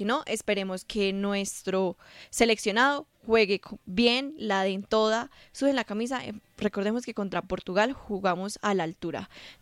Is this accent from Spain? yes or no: no; Colombia